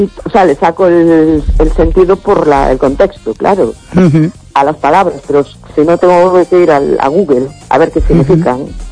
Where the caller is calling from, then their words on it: A Coruña, Galicia, Spain; de La Coruña.